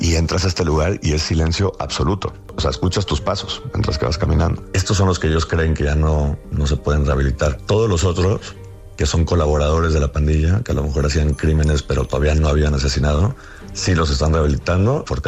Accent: Colombia; now in Mexico; en algunos países latinoamericanos como Colombia, de donde soy, o de México, donde vivo

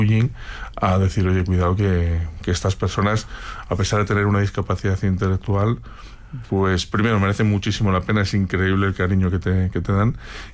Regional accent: Madrid, Community of Madrid, Spain

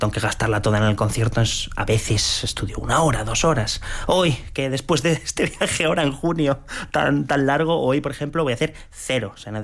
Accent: Spain; moved away as an adult; also born or lived in Madrid / New York; now in Warsaw, Poland; mi carácter es, obviamente, de español. Mis padres son de Asturias y León

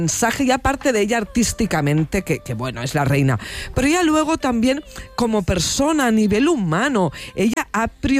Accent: Spain; Como Premio Mundial de la Paz, que soy primera española en ganarlo

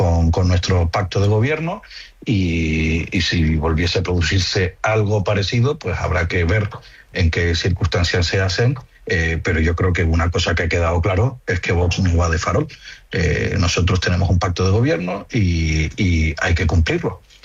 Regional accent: Canary Islands, Spain; Yo, en concreto, yo soy canario, uh-huh, uno de los grandes productores de tomate

